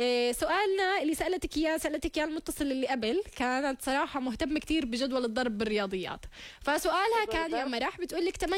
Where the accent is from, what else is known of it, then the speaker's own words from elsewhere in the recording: Gaza, Gaza Strip, Palestine; لا إحنا غزاز